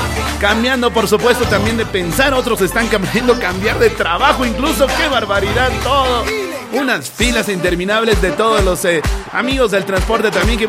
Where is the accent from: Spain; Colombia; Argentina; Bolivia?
Bolivia; como buenos bolivianos, vamos a salir adelante